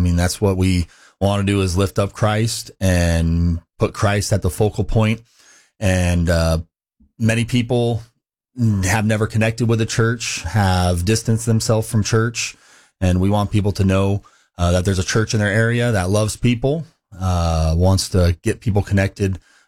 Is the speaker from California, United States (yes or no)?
yes; Clovis, California, United States; And so I grew up in Central Baptist Church there in Clovis, Califor